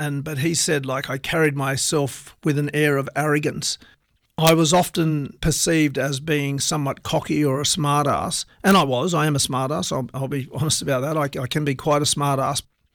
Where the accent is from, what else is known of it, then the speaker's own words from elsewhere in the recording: Wilcannia, New South Wales, Australia; And on one occasion when we were living on the riverbank in Wilcannia, my hometown